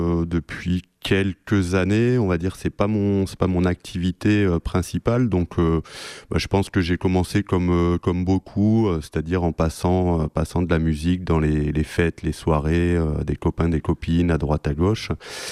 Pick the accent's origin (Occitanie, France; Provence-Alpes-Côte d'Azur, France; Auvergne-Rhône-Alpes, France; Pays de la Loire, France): Occitanie, France; mon pays natal, on va dire. J'ai grandi dans le Lot